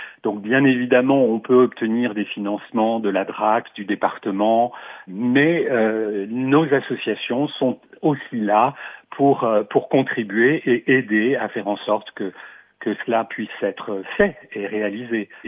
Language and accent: French; Brittany, France; je suis breton d'origine.